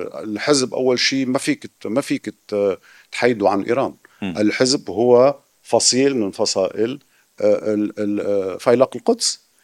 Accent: South Lebanon, Lebanon; مثلي أنا شيعي من الجنوب

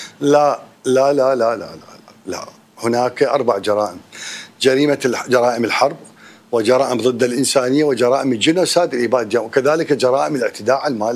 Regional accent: Baghdad, Baghdad Governorate, Iraq; moved away as an adult; also born or lived in Al-Hay, Kut; now in Athens, Greece; أنا رجال من بغداد يعني، أصولي من الحي من الكوت يعني، وكردي طبعاً، وأتشرف بقوميتي، ورجال من مذهب أهل البيت، وعراقي وأحب عراقيتي

